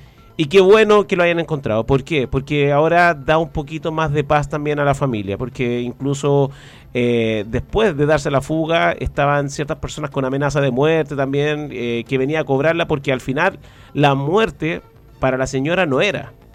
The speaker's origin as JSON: {"language": "Spanish", "town": "Pichidegua", "region": "O'Higgins", "country": "Chile", "said": "nosotros somos de Pichidegua y tenemos una vinculación con la comuna, y también un cariño muy grande por San Vicente"}